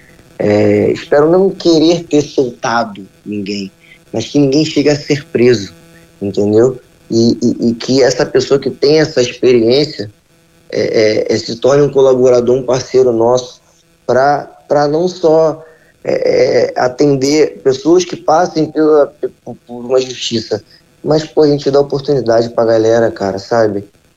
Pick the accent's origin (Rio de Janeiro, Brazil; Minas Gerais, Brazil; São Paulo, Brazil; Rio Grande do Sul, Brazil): Rio de Janeiro, Brazil; Eu sou criado no meio de branco, eu sou nascido criado em Laranjeiras a vida inteira, 35 anos, desde a barriga da minha mãe.